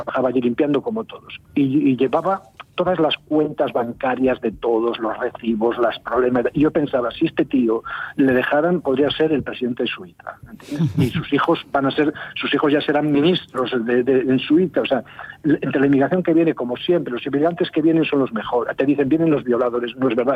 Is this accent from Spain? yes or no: yes; Asturias, Spain; planteamos que somos de dos razas distintas como somos, sino que somos asturianos.